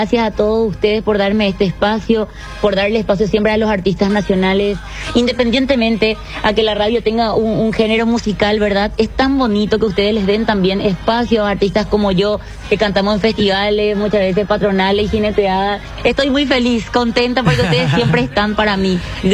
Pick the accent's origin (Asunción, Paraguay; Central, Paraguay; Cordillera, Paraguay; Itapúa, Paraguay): Itapúa, Paraguay; Coronel Bogado; Yo vengo de Coronel Bogado